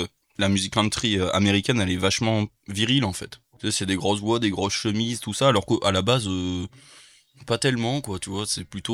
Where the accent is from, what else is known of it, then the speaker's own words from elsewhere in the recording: France; Nous on est français, donc en fait on n'a pas ce recul là